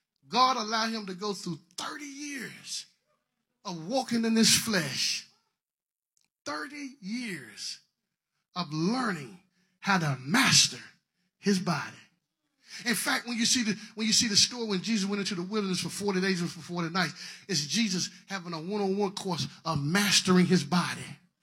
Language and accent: English; North Carolina, United States; When we was growing up in Eastern North Carolina, you know about this time of the year, right about October, they were killing hogs.